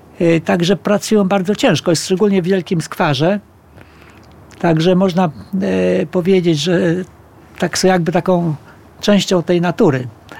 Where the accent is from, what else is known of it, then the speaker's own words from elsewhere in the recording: Nowy Dwór Gdański, Pomeranian Voivodeship, Poland; moved away as an adult; now in Philippines; Pochodzę ze stolicy Żuław, z Nowego Dworu Gdańskiego. Małe miasteczko, 10 tysięcy mieszkańców, ale jest stolicą.